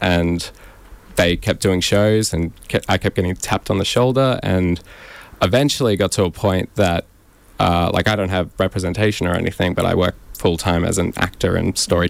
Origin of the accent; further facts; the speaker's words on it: Brisbane, Queensland, Australia; I am from Brisbane.